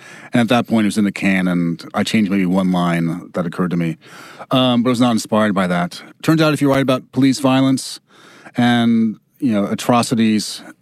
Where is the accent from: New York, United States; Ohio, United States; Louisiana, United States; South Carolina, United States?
New York, United States; And I grew up in New York in the 80s